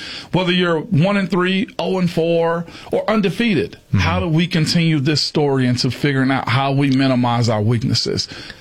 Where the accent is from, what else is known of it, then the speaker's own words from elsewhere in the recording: Henning, Tennessee, United States; now in Middle Tennessee, United States; I grew up in Henning. I went to school at Ripley High School. It's the bigger city.